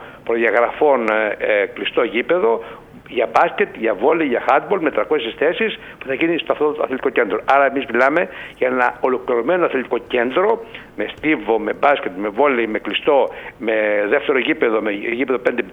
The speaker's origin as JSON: {"language": "Greek", "town": "Lafki", "region": "Ionian Islands", "country": "Greece", "said": "το χωριό μου το λάφκι"}